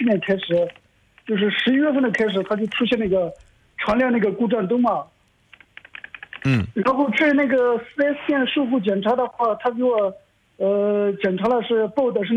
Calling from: Zhangye, Gansu, China; 我是甘肃张掖的。

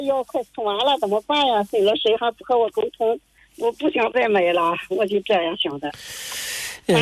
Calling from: Shandong, China; 我是山东的。

